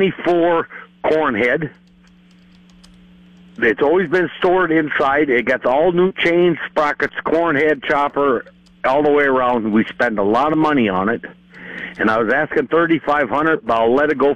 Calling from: Rock Rapids, Iowa, United States

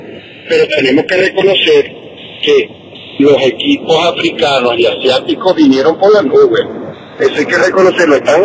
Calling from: Utah, United States

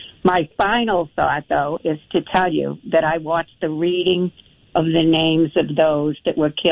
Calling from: Boston, Massachusetts, United States; from Boston

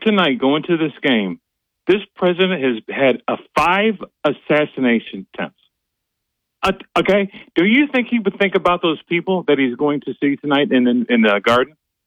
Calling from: Binghamton, New York, United States; Hey, good morning, Bob. … from Binghamton.

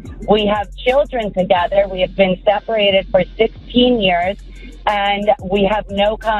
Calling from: Philadelphia, Pennsylvania, United States; I'm from Philly.

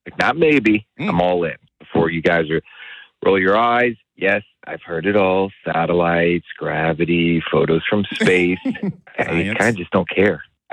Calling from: Blacksburg, Virginia, United States; I'm from Blacksburg.

